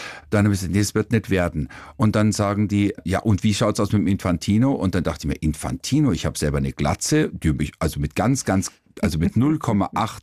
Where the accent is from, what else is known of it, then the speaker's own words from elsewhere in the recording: Kaufbeuren, Bavaria, Germany; bin 66 geboren, und ich hatte natürlich dann schon auch eben damals Schweizer Fernsehen bei uns im Allgäu in Kaufbeuren und österreichisch.